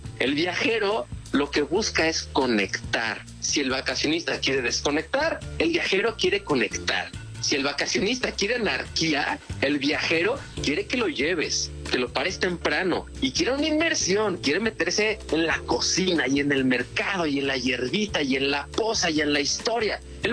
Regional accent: Mexico City, Mexico; moved away as an adult; now in Valle de Bravo, Mexico; yo soy de la Ciudad de México, actualmente vivo en Valle de Bravo

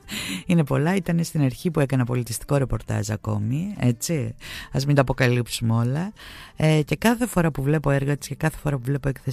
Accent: Vergina, Central Macedonia, Greece; Είναι η έκθεση που εγκαινιάστηκε πριν λίγες μέρες στη Βεργίνα, στο χωριό μου

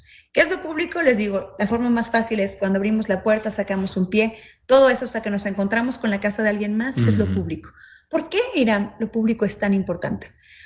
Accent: Guadalajara, Jalisco, Mexico; Yo soy una mujer que nació y creció en el oriente

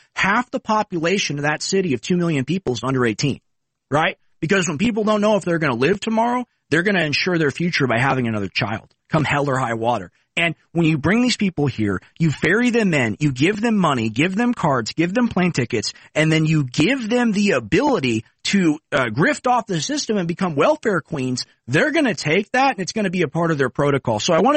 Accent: Texas, United States; and I'm from Texas, right? My family, right, they were given land by Mexico almost 300 years ago, okay?

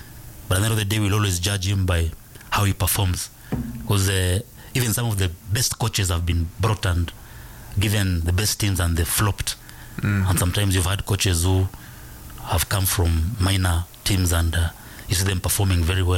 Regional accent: Kenya; I'm a Kenyan, you know.

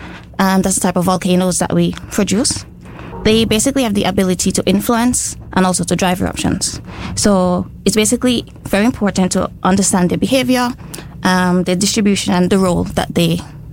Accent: Montserrat; moved away; growing up on Muntjac. So growing up with a volcano in your background, like, 30 minutes drive away from where you live.

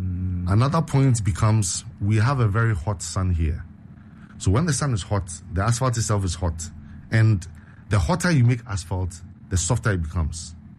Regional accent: Ghana; I'm also Ghanaian, so I'll say it's here.

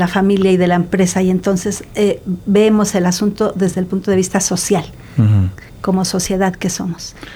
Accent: Mexico

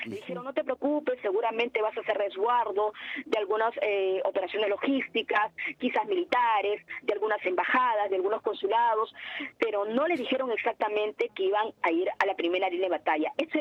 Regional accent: Peru; Lo que le importa al Perú, y ese es mi punto de vista, es qué nos interesa a nosotros como peruanos.

